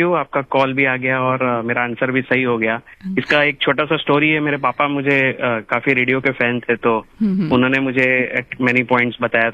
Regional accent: Mumbai, Maharashtra, India; मैं मुंबई से हूँ।

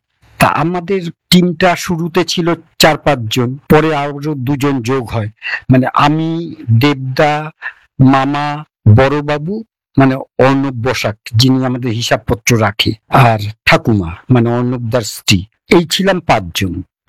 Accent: Belgharia, West Bengal, India; আমার বাড়ি বেলঘরিয়া

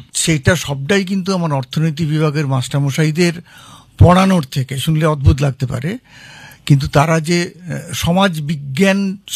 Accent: Howrah, West Bengal, India; ছোটবেলায় আমি হাওড়াতে থাকতাম, এখনো থাকি।

